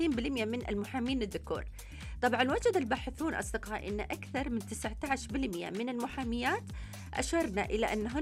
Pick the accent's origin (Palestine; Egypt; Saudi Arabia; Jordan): Saudi Arabia; عندنا في السعودية